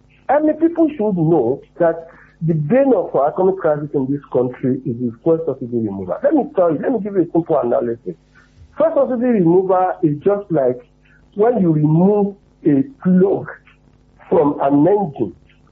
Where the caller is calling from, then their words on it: Ibadan, Oyo, Nigeria; I'm calling from Awotan.